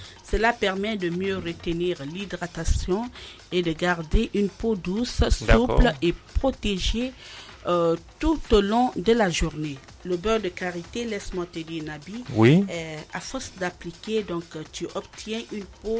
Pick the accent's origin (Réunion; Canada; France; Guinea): Guinea; chez nous, à Cancan surtout.